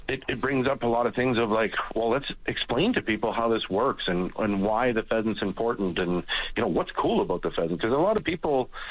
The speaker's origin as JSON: {"language": "English", "town": "Lethbridge", "region": "Alberta", "country": "Canada", "tie": "born or raised there", "said": "And, you know, I grew up in Lethbridge, Alberta, so I wasn't very far from Tabor, which is well known for pheasants."}